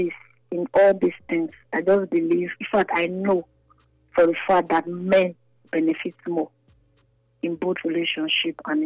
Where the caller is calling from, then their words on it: Benin City, Edo, Nigeria; I'm calling from Benin.